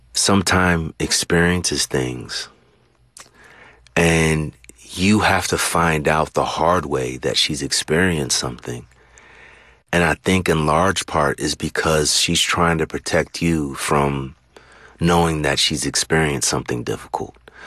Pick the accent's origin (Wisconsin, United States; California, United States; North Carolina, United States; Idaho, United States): California, United States; born or raised there